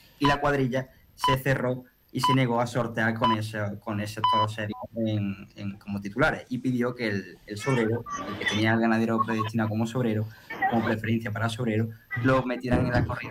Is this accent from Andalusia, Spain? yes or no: yes; Córdoba, Andalusia, Spain; El otro día aquí en Córdoba, en mi tierra